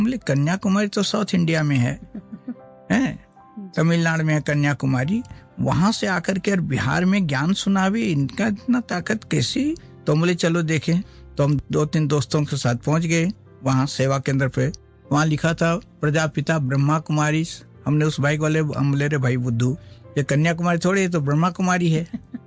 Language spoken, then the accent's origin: Hindi; Hazaribagh, Jharkhand, India; also born or lived in Dhanbad / Ranchi; हमारा जन्म झारखंड में हुआ, हजारीबाग। झारखंड पहले बिहार में था, लेकिन झारखंड हजारीबाग, वहाँ से वहीं हम पढ़े। हम तो राजपूत फैमिली से हैं